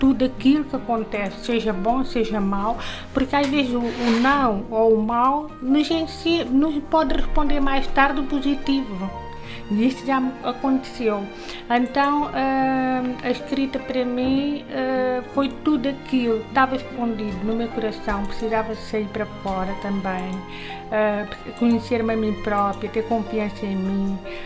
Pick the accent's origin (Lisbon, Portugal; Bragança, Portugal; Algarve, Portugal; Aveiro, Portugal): Algarve, Portugal; Olhão; sou de lá, né? Sou de Olhão, pertenço à Fuseta